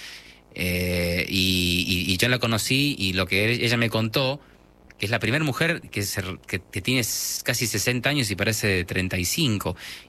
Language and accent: Spanish; Argentina; accent: Argentine